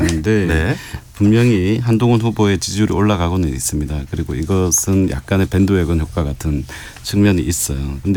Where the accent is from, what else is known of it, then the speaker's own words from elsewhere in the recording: Busan, South Korea; 제가 지금 계속 집도 부산이시고. 매주 내려가고 있고 제가 네네네. 부산 출신이고